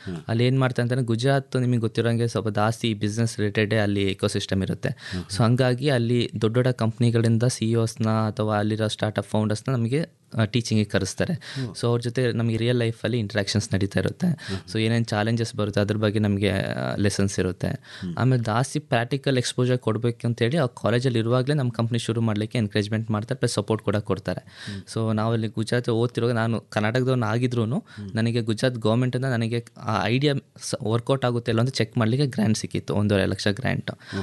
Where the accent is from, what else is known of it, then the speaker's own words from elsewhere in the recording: Madikeri, Karnataka, India; Sir, ನಾನು ಮೂಲತಃ ಮಡಿಕೇರಿಯವನು.